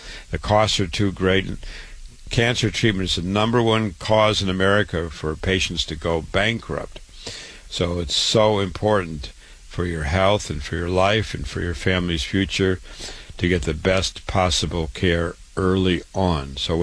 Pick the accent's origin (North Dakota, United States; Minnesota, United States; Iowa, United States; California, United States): Iowa, United States; Waterloo; born or raised there